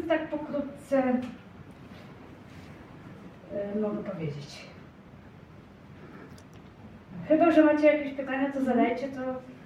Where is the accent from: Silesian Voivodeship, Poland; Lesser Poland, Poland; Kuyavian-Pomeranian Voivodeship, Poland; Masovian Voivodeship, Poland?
Kuyavian-Pomeranian Voivodeship, Poland; Toruń; born there; also born or lived in Łódź; bo jestem z Łodzi. Mnie znalazł w szpitalu zakaźnym. I z tego, co mi opowiadali, to minęło równo 9 miesięcy, kiedy oni się zdecydowali, najpierw był mój starszy brat Paweł, a po 9 miesiącach przybyłam ja do Turnia.